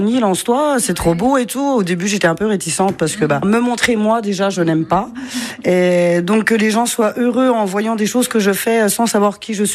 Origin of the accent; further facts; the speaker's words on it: Faucompierre, Grand Est, France; moved away; j'ai grandi à Faucompierre.